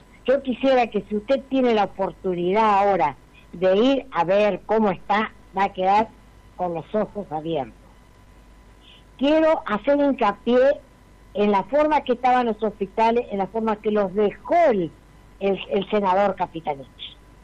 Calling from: Campo Largo, Chaco, Argentina; Yo soy del pueblo de Campo Largo.

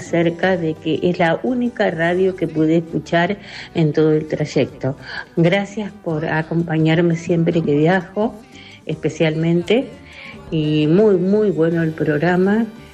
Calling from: Henderson, Buenos Aires Province, Argentina; les hablo de Henderson, provincia de Buenos Aires, centro oeste de la provincia.

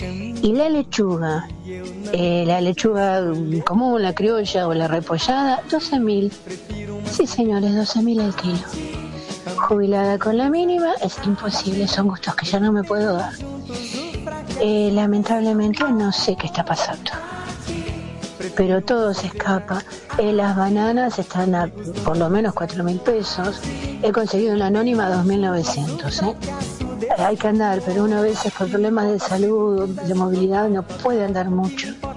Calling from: Junín, Buenos Aires Province, Argentina; soy de Junín

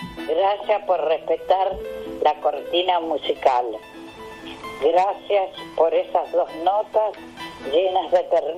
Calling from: Buenos Aires, Argentina; de Núñez. Tengo 95 años.

